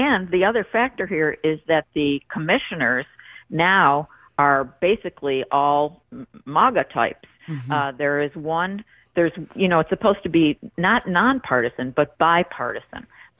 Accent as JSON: {"language": "English", "town": "Buffalo", "region": "New York", "country": "United States", "tie": "born or raised there", "said": "I was the top editor of the Buffalo News in my hometown of Buffalo"}